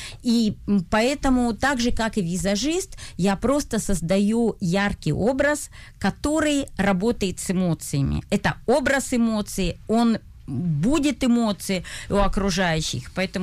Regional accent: Southern Urals, Russia; moved away; я выросла на Южном Урале, и мой маленький городочек был окружен зонами

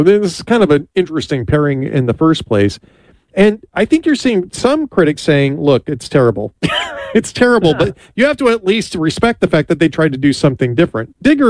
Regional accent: Los Angeles, California, United States; I grew up out in the Los Angeles area. Grew up watching KTLA.

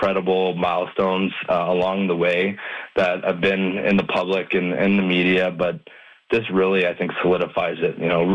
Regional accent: Hamilton, Ontario, Canada; moved away as an adult; now in Windsor, Canada; I'm from Hamilton originally, but relocated here about 4 years ago.

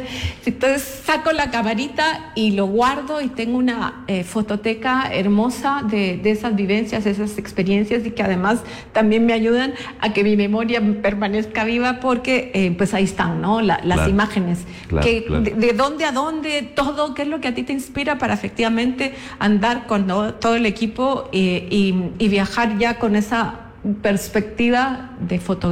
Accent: Chile; Yo, pues, crecí en Chile y realmente el tema sísmico allá es tremendamente riguroso, ¿no?

